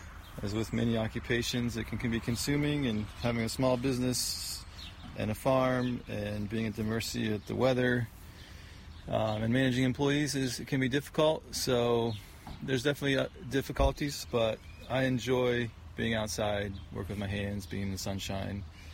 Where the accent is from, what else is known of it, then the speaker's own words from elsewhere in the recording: Ohio, United States; moved away as an adult; I grew up in Ohio. I grew up helping my grandfather farm in Ohio and kind of a broad acre grain crops, and then moved here 10 years ago with my wife